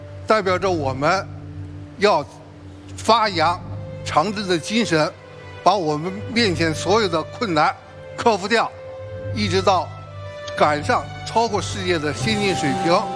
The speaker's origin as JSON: {"language": "Chinese", "country": "China"}